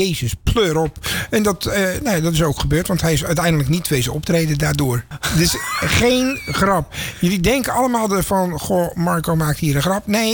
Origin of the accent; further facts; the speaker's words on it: South Holland, Netherlands; ik heb je al verteld, ik kom van Goede Overvlak.